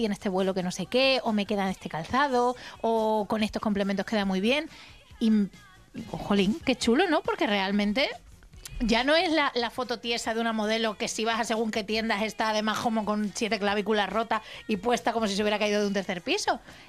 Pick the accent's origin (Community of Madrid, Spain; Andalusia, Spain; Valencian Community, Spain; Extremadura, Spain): Extremadura, Spain; Moraleja; Yo soy de Moraleja